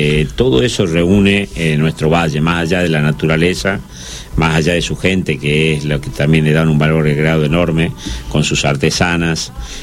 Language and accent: Spanish; Tucumán, Argentina; no quiero hablar porque solo pues soy tucumano